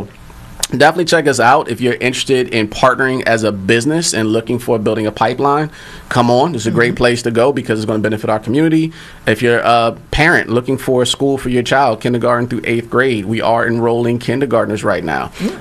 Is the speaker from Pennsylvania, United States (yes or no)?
yes; Philadelphia, Pennsylvania, United States; That wasn't how I was raised in Philly.